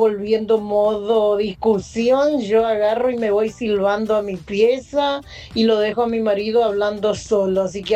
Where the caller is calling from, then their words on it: Benavídez, Buenos Aires Province, Argentina; de Benavides